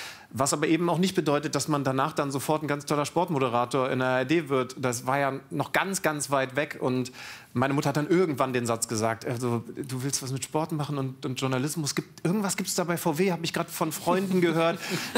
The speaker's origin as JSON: {"language": "German", "region": "Lower Saxony", "country": "Germany", "tie": "born or raised there", "moved": "as an adult", "said": "Nee, jetzt bin ich ja in der Nähe von Wolfsburg groß geworden."}